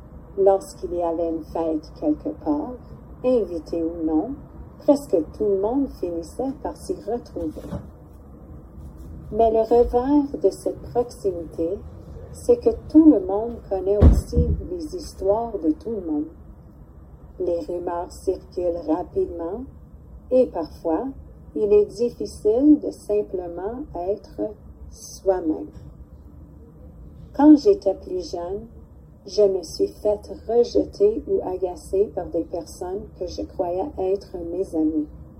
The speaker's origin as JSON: {"language": "French", "town": "Geraldton", "region": "Ontario", "country": "Canada", "tie": "born or raised there", "said": "Je suis une fille du Nord. Je suis née à Geraldton et j'y ai grandi."}